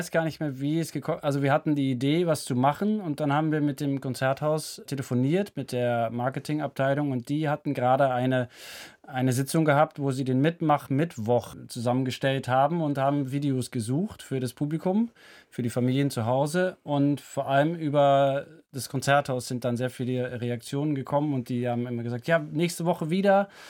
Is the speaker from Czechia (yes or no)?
no; Netherlands; German is a second language; moved away; ich als Niederländer bin immer ein bisschen verwirrt, weil ich würde immer Schlagzeug sagen.